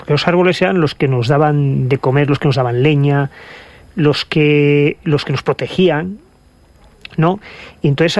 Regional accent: Asturias, Spain; ya sabes que yo soy asturiano

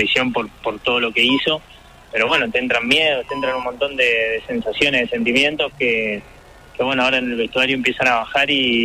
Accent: Argentina; somos como cualquier argentino

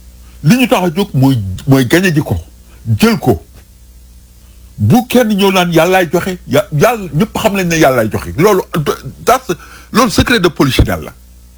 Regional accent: Senegal; Tout ce qui peut faire te donner une fierté permettant de dire que je suis sénégalais et je revendique ma sénégalité

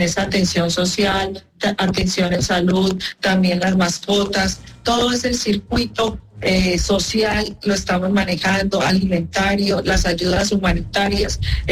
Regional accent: Pereira, Risaralda, Colombia; esto ha sido bien, bien difícil para la ciudad de Pereira, pero como somos los pereiranos, con esperanza, con valentía

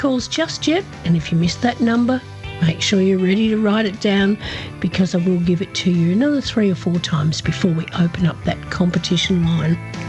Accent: Horsham, Victoria, Australia; broadcasting from my hometown of Horsham in the heart of the Wimmera region of Western Victoria.

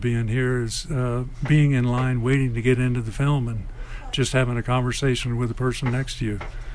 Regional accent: Michigan, United States; I grew up outside of Detroit, and there was a DJ, Lee Allen, and he worked what he called the graveyard shift.

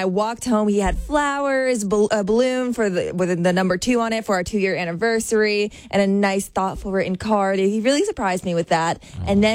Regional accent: Northeast, United States; moved away; I grew up in the Northeast

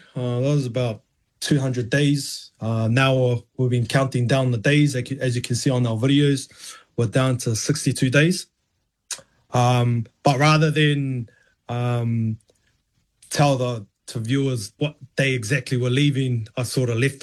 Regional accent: Auckland, New Zealand; born or raised there

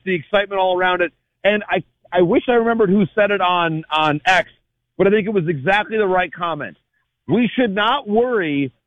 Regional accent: United States; American soccer people who are also American baseball people and American sports people

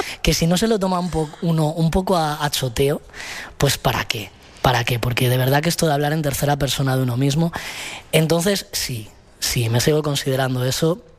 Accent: Rivas-Vaciamadrid, Community of Madrid, Spain; moved away as an adult; now in Madrid, Spain; yo he crecido en Covibar, en Rivas. Pero mi padre es de Canillejas y mi madre de San Blas, Simancas, por ahí. García Noblejas, esa zona. Y es donde yo vivo ahora, de hecho.

